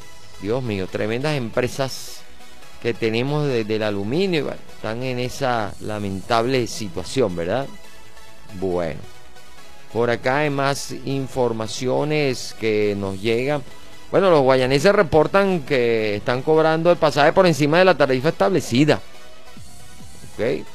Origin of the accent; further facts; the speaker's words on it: Venezuela; nuestra querida y hermosa Venezuela